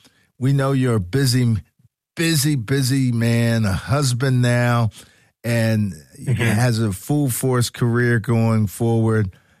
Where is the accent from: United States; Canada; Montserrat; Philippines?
United States; Philadelphia, Pennsylvania; Because we're from Philadelphia and we love the Lord, but we also love our sports here in Philly